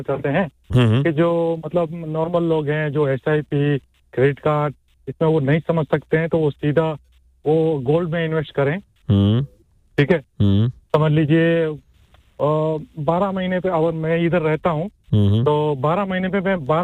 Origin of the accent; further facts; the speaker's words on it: Gujrat, Punjab, Pakistan; میں گجرات سے ہوں.